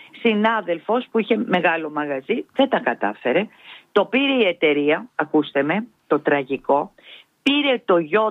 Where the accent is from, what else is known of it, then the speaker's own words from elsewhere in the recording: Piraeus, Attica, Greece; Είμαι ένας απλός, είμαι Πειραιώτισσα και τα λέω τα πράγματα με το όνομά τους.